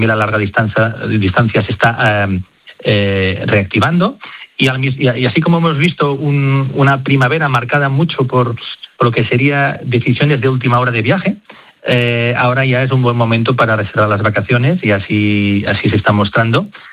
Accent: Spain; España no solamente es una potencia a nivel receptivo, sino que también somos muchos los españoles que viaja

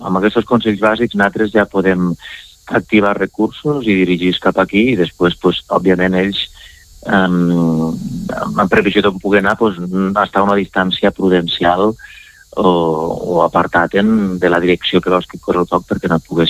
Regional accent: Catalonia, Spain; amb l'entorn una mica d'amics i de la zona d'on jo soc, que soc del Pallars

